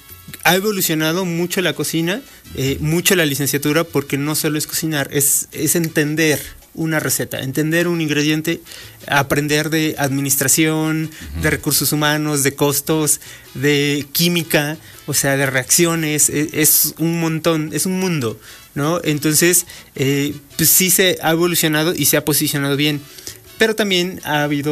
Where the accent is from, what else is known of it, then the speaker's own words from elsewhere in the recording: Puebla, Mexico; nosotros viajamos a otro estado como poblanos